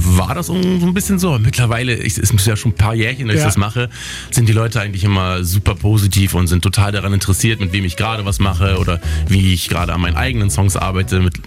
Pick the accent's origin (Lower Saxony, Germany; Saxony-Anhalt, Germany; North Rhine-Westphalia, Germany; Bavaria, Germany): Lower Saxony, Germany; Wunstorf; moved away as an adult; now in Berlin, Germany; besonders im Umland von Hannover, wo ich herkomme, ne, aus Wunsdorf, Steinhude, ist halt so die Ruhe und die Natur, die Gelassenheit.